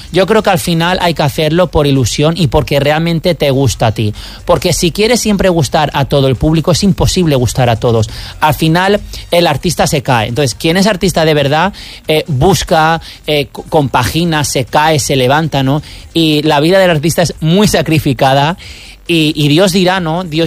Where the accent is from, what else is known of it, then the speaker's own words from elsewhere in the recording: Valencia, Valencian Community, Spain; Yo tengo que decir que soy de Valencia. Soy valenciano, lo que pasa que tengo Andalucía, pues me mueve porque tengo familia en Málaga.